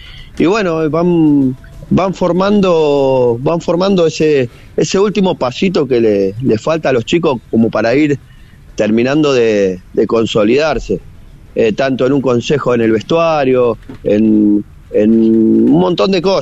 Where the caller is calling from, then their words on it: Rosario, Santa Fe, Argentina; Yo soy bombero zapador de Rosario